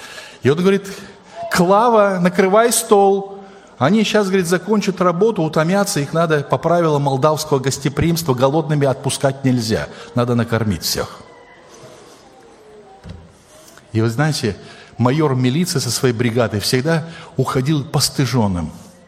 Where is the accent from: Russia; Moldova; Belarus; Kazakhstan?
Moldova; Chisinau; мое детство, юность проходили в Кишиневе.